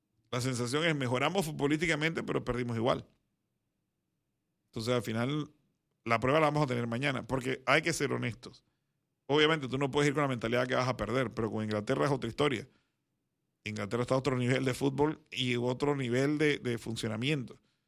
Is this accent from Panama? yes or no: yes; Panama; como todo panameño, yo quiero ver mi país competir